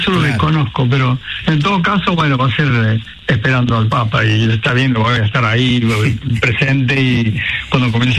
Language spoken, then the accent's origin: Spanish; Córdoba, Argentina; Arquidiócesis de Córdoba, ¿viste? Siendo yo tan cordobés.